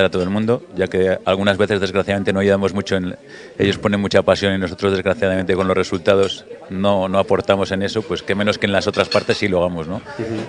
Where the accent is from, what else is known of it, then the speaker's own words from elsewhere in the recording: Valladolid, Castile and León, Spain; yo soy vallisoletano